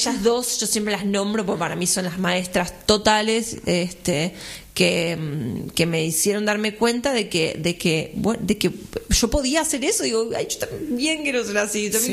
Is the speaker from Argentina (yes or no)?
yes; Argentina; argentinos y hablemos como argentinos. O sea, está bien, es la lengua castellana, hablamos español, pero acá tenemos una forma de hablar, ¿entendés?